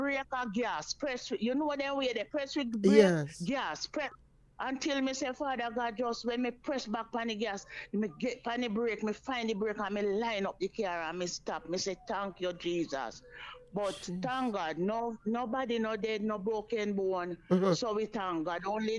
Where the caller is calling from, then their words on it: Kingston, Jamaica; And I'm calling from Arborview in Kingston 17.